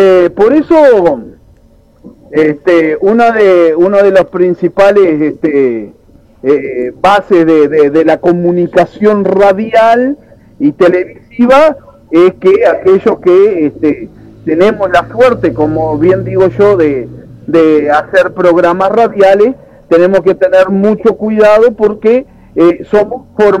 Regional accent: Uruguay

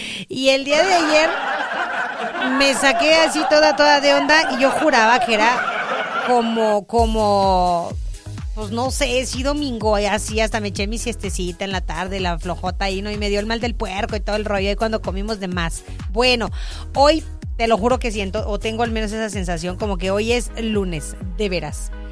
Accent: Mexico City, Mexico; moved away; ya crecimos, oye, en Chilangolandia

